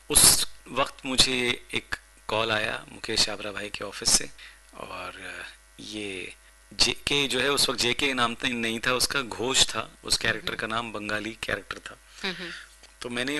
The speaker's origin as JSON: {"language": "Hindi", "town": "Mumbai", "region": "Maharashtra", "country": "India", "tie": "born or raised there", "said": "मैं मुंबई में पला बड़ा हूँ, मराठी बोल लेता हूँ"}